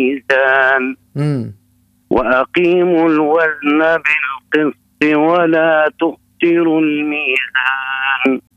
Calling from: Zaghouan, Zaghouan Governorate, Tunisia

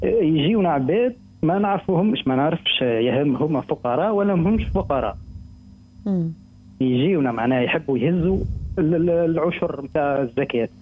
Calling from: Ezzahra, Ben Arous, Tunisia; من الزهرة.

